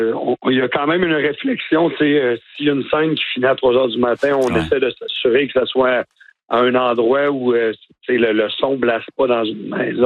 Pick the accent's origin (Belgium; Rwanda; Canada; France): Canada; Baie-Saint-Paul, Quebec; born or raised there